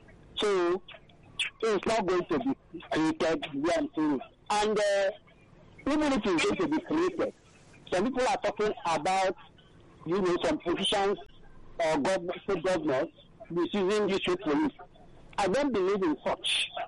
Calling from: Nigeria; I'm calling from Abaranjo, Nikosu.

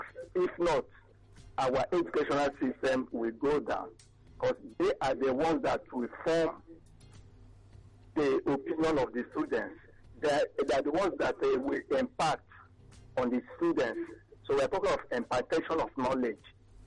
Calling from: Nigeria; I'm calling from Eba.

